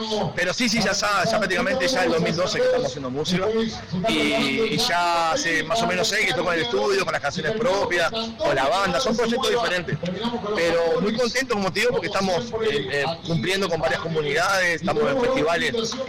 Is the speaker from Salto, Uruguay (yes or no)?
yes; Salto, Uruguay; moved away; also born or lived in Paysandú, Uruguay; nací en Paysandú, pero sí me crié en Salto.